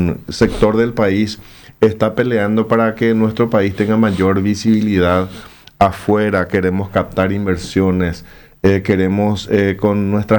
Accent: Paraguay; Como ciudadano paraguayo de bien

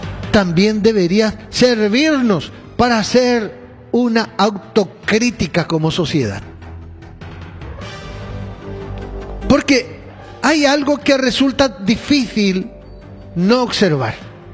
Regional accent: Paraguay; unirnos como paraguayos

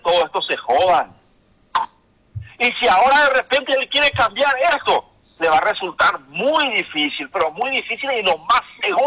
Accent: Paraguay; Los paraguayos lo sabemos.

